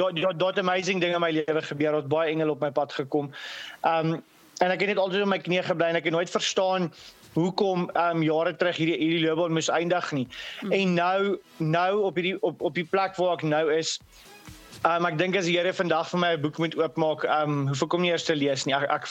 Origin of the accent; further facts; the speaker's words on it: Barberton, Mpumalanga, South Africa; moved away; also born or lived in Meyerton; ek het groot geword in Barberton in daai jare toe die musiek begin het. En ja, maar die wêreld getravel in Meyerton opgeëindig.